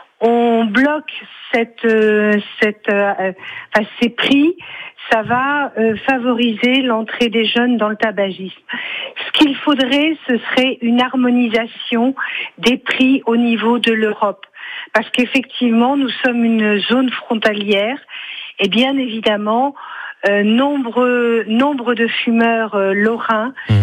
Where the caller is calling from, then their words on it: Villers-lès-Nancy, Grand Est, France; De Villers-les-Nancy.